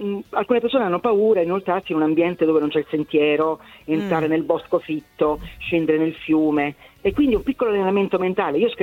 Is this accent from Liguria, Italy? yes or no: no; Rome, Lazio, Italy; born there; Alessandra, no, sono nato a Roma, ma ho genitori del nord, quindi ho passato l'infanzia tra le montagne.